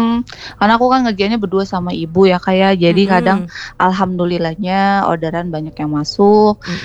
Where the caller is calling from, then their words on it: Baleendah, West Java, Indonesia; Aku dari Bale Endah.